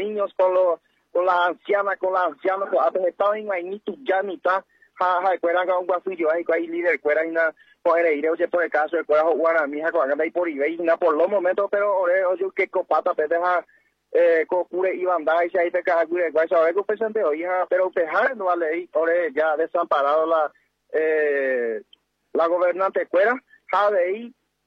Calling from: Paraguay; como paraguayo

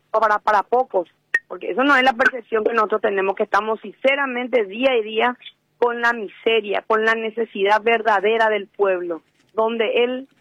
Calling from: Ciudad del Este, Alto Paraná, Paraguay

